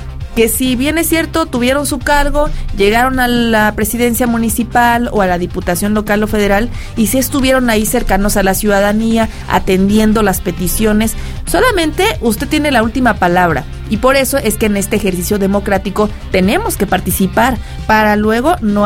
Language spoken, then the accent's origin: Spanish; Mexico